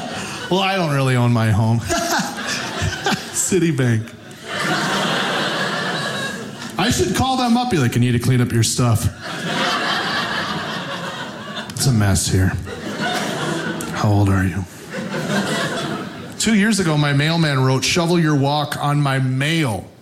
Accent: New Hope, Minnesota, United States; now in Robbinsdale, United States; No one ever thinks New Hope, Minnesota. But yeah, I'm from New Hope. I live in Robbinsdale now, right on the edge of North Minneapolis, which is considered a dangerous area by some.

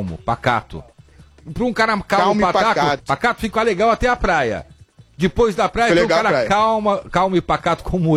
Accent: Santos, São Paulo, Brazil; Porque assim, eu sou de Santos, né? Santos é muito parecido com o Rio.

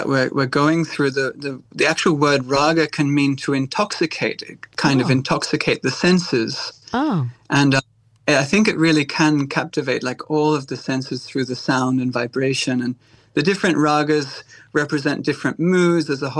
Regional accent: Byron Shire, New South Wales, Australia; I am the Indian slide guitarist, though I'm not Indian, second generation muser from Byron Shire.

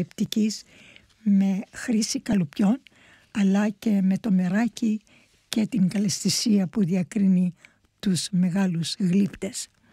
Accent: Limassol, Limassol District, Cyprus; είμαστε από τη Λεμεσό και ερχόμαστε από τον Απόστολο Ανδρέα.

